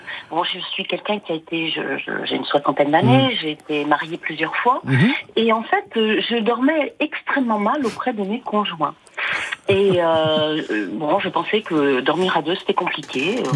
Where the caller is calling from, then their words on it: Pays de la Loire, France; J'appelle du Maine-et-Loire, de la douceur angevine.